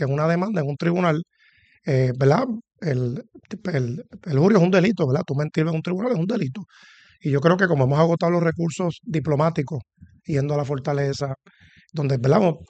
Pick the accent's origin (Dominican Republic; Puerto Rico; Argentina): Puerto Rico; Santurce; me incluyo porque yo soy de Santurce